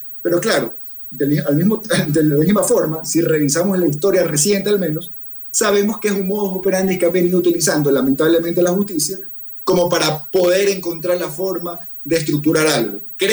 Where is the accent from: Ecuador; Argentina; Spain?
Ecuador; nosotros como ecuatorianos